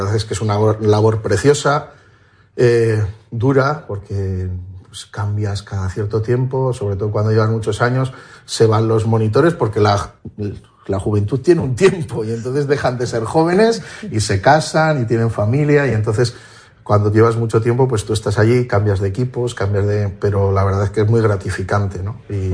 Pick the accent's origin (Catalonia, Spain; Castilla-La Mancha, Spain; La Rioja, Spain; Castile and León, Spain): La Rioja, Spain; San Vicente de la Sonsierra; now in Santo Domingo de la Calzada, Spain; aunque soy de San Vicente de la Sonsierra